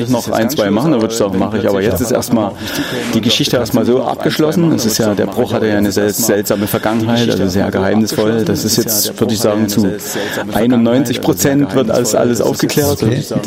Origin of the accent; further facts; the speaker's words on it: Dresden, Saxony, Germany; Ich bin Dresdner, ja.